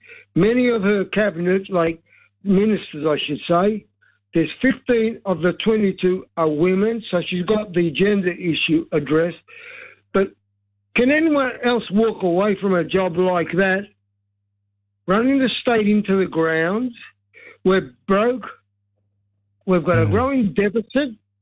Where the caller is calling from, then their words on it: Victoria, Australia; I'm in Victoria